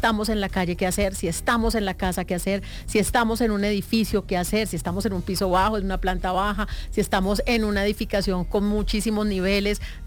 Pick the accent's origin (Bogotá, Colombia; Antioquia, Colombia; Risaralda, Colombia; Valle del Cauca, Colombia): Valle del Cauca, Colombia; Cali; yo soy de Cali, también tuve muchas pérdidas, por fortuna solamente materiales